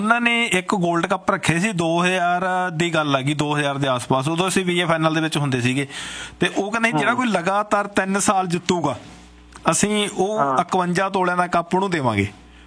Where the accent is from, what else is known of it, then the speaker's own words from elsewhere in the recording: Punjab, India; ਕੋਲਟ ਛਾਪਲੀ team ਬੜੀ ਮਸ਼ਹੂਰ ਰਹੀ ਆ ਪੂਰੇ ਪੰਜਾਬ ਦੇ ਵਿੱਚ। ਬਿਲਕੁਲ ਜੀ, ਮੇਰੇ ਪਿੰਡ ਤੋਂ ਸਿਰਫ 6-7 ਕਿਲੋਮੀਟਰ ਆ ਜੀ।